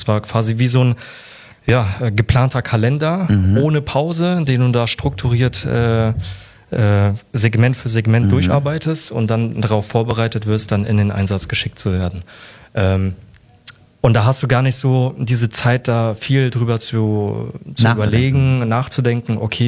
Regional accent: Frankfurt, Hesse, Germany; Ich meine, ich komme aus Frankfurt, sonst wir haben hier keine Berge.

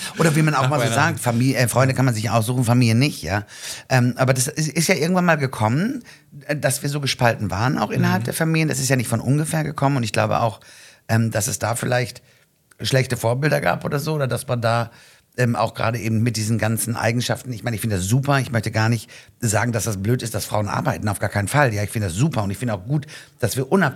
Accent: North Rhine-Westphalia, Germany; Ich komme aus NRW, ja. Aber ich war schon immer so.

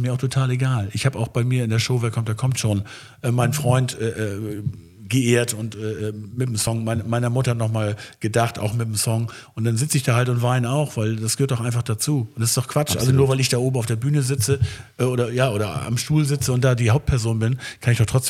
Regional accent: Schleswig, Schleswig-Holstein, Germany; born or raised there

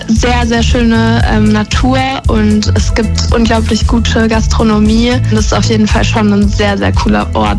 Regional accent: Regensburg, Bavaria, Germany; Ich bin aus Regensburg und ich arbeite als Flugbegleiterin.

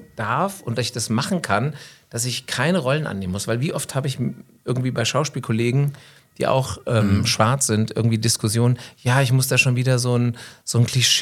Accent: Hesse, Germany; accent: Hessian; ich babbel hessisch

